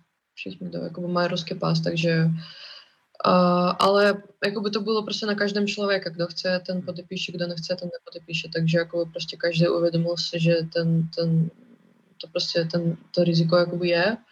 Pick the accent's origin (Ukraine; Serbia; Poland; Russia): Russia; i když jsme z Ruska, tak jakoby ruské pás neznamená, že budeš podporovat vlastně jakoby stát v nějakých zločinech.